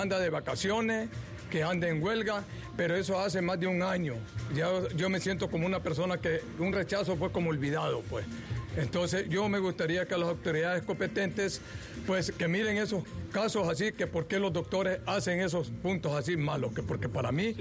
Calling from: Trojes, El Paraíso, Honduras; yo soy pobre, y yo vengo de las zonas de Troje

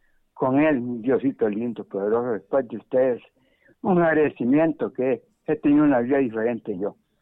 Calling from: San José de Pane, Comayagua, Honduras; Mire que lo llamo aquí en San José de Pane.

